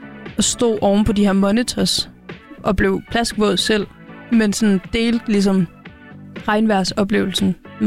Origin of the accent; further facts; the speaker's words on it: Haderslev, Region of Southern Denmark, Denmark; Kløften Festival i Haderslev. Min hjemby